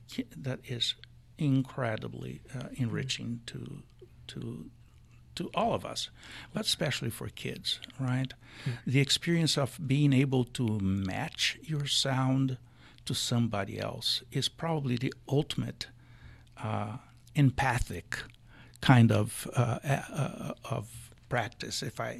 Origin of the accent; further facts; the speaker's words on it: Brazil; moved away as an adult; Right after college, I moved back to my hometown, which is right in the middle of the Brazil, close to the Amazon.